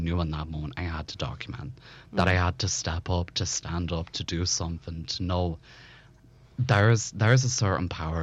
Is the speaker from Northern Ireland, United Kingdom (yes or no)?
yes; Belfast, Northern Ireland, United Kingdom; born or raised there